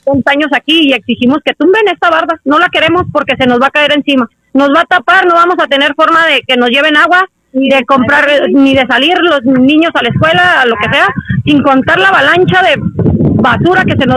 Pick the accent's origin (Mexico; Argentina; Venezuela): Mexico; Ciudad Juárez, Chihuahua; nosotros que vivimos, nacimos y nos criamos aquí